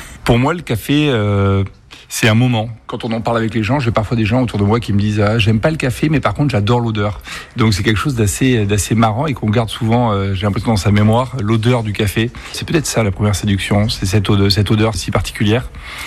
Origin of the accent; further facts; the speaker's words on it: Bordeaux, Nouvelle-Aquitaine, France; moved away as an adult; also born or lived in Paris; Je suis bordelais, j'ai eu envie de revenir